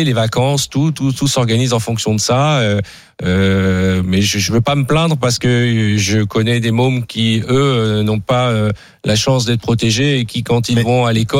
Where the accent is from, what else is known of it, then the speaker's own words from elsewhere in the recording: France; c'est la première bien fois en 30 ans que moi je suis français avant d'être juif